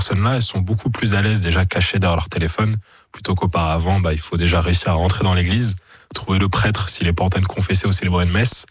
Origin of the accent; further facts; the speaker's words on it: Guadeloupe, France; Moi-même, je suis métissé, je suis guadeloupéen et sicilien